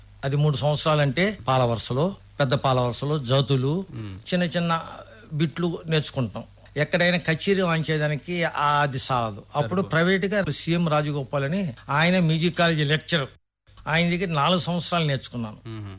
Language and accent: Telugu; Nellurupalli Kothapalem, Andhra Pradesh, India; నాది నెల్లూరు జిల్లాలో కోట మండలం నెల్లూరుపల్లి కొత్తపాలెం సార్.